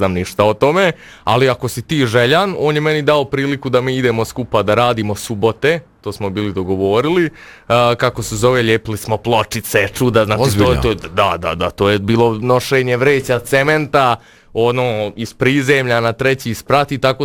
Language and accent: Croatian; Slavonski Brod, Brod-Posavina County, Croatia; moved away as an adult; now in Nuremberg, Germany; inače sam iz Slavonskog Broda, kao što ste najavili, došao sam iz Njemačke, iz grada Nürnberga, gdje živim.